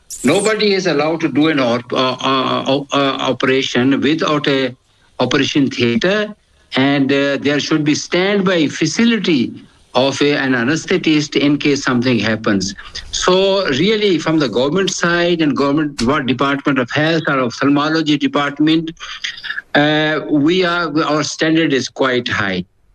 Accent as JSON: {"language": "English", "country": "Pakistan", "second_language": "English", "said": "Yeah, the first impression over the years, the decades, because I'm from Pakistan."}